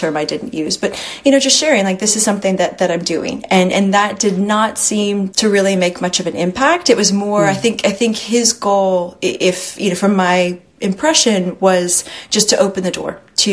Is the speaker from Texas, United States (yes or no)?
yes; Texas, United States; I grew up in Texas. You know, I grew up in a really red spot.